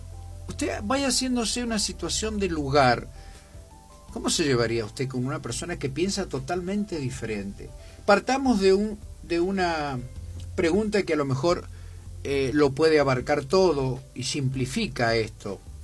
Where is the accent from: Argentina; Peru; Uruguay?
Argentina; también tendríamos que unirnos como argentinos que somos para otros problemas relacionados con todas las necesidades que tenemos en nuestra hermosa patria